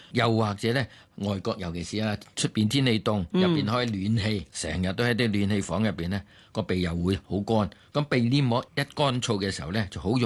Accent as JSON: {"language": "Cantonese", "region": "Guangdong", "country": "China", "said": "我廣東人叫流鼻血啦。"}